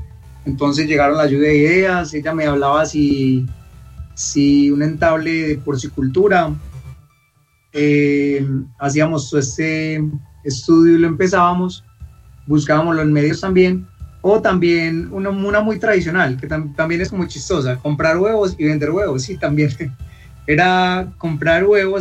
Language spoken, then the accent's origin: Spanish; Sopetrán, Antioquia, Colombia; also born or lived in Medellín; estaba pues por esa época en la ciudad de Medellín, ya regresé a mi pueblo, que es un municipio de Antioquia, Sopetrán